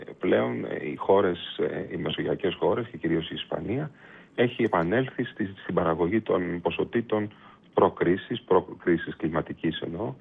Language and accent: Greek; Greece